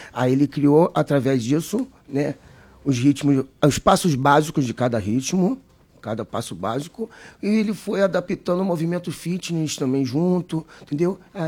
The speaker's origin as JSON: {"language": "Portuguese", "town": "São Vicente", "region": "São Paulo", "country": "Brazil", "also_born_or_lived": "Saquarema", "moved": "as an adult", "lives_now": "Araruama, Brazil", "said": "Eu sou de São Vicente, São Paulo."}